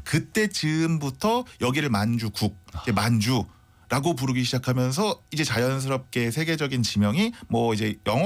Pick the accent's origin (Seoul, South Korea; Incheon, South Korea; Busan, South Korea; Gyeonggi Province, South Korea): Seoul, South Korea; born there; 저는 서울 태생입니다만.